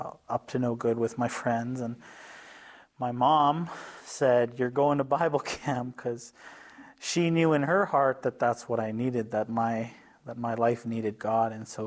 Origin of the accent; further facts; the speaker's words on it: Cumberland House, Saskatchewan, Canada; Living in Cumberland House, you're tuned in with nature quite a bit.